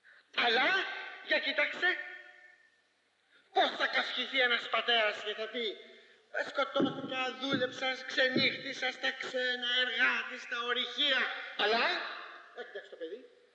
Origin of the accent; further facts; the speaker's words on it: Greece; είμαι Έλληνας.